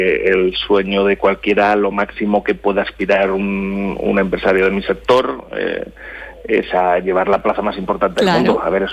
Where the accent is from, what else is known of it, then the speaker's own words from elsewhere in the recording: Teruel, Aragon, Spain; Bueno, pues la verdad que soy de Teruel.